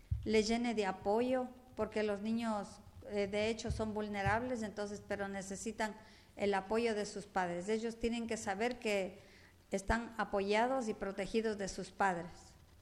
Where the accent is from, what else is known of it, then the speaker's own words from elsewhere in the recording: Amazon, Ecuador; los que somos de la Amazonía